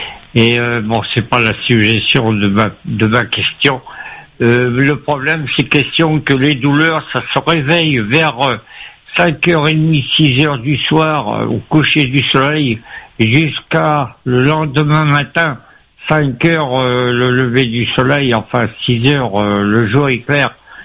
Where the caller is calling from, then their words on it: Trois-Bassins, Réunion; j'habite dans les Hauts à Trois-Bassagnes. Et excusez-moi mon accent.